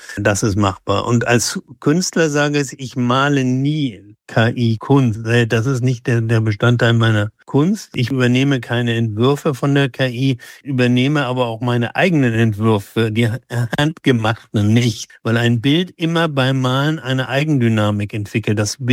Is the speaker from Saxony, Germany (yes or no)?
no; Großhansdorf, Schleswig-Holstein, Germany; Wir hatten bei uns in dem Ort Großhansdorf bei Hamburg, wo ich aufgewachsen bin, da hatten wir einen Glasmaler